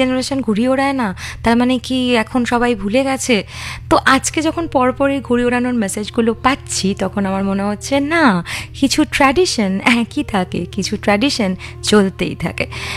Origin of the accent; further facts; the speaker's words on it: Belgharia, West Bengal, India; আমি যে জায়গায় বড় হয়েছি মানে বেলঘড়িয়া তো একটু শহরতলি